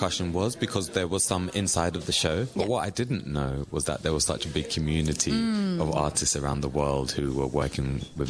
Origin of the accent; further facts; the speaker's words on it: London, United Kingdom; now in Madison, United States; I'm originally from London, England.